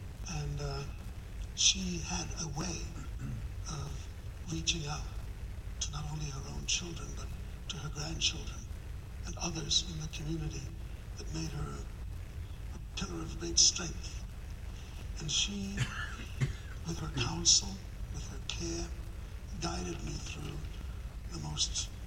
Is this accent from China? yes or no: no; Jamaica; children back to the Caribbean, where life was a little less frenetic.